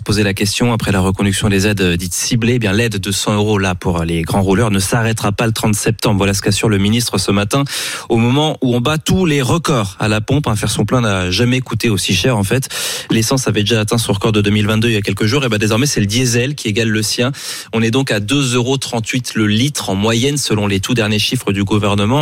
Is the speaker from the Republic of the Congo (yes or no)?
no; France